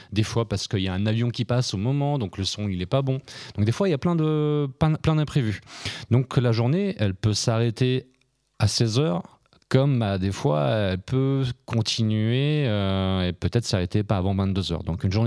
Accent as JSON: {"language": "French", "town": "Bourg-en-Bresse", "region": "Auvergne-Rhône-Alpes", "country": "France", "tie": "born or raised there", "said": "moi j'ai fait des études à Bourg-en-Bresse, je suis né à Bourg-en-Bresse."}